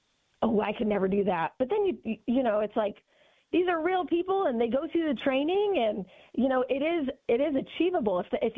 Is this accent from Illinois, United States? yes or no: no; Indianapolis, Indiana, United States; So I grew up in Indianapolis. I was born right in Indy, and then I graduated from Carmel High School.